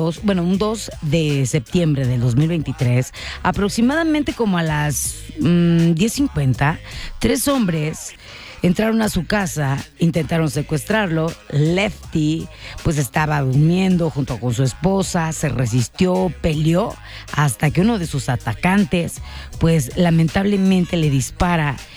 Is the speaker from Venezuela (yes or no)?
no; Mexico; Soy mexicano